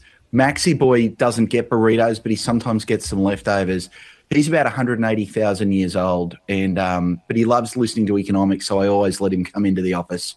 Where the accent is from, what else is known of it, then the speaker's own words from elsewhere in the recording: Australia; I come from Australia, avocado toast was often seen as a metaphor for whether young people can get ahead as well.